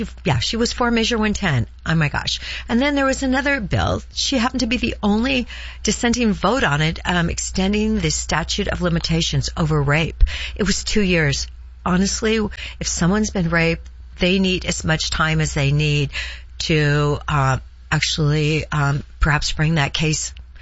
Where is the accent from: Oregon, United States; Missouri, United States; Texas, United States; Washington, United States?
Oregon, United States; Heppner; I grew up when we actually had 300 more lumber mills in the state. I was from Heppner. We had the Kinzu Mill.